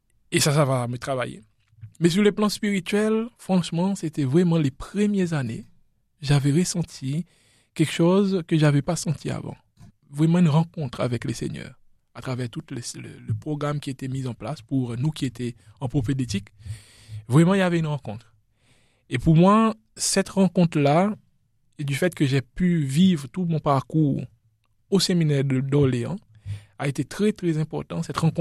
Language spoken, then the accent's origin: French; La Digue, Seychelles; J'ai grandi aux Seychelles dans une île qui s'appelle la Digue. À savoir que nous avons 115 îles aux Seychelles.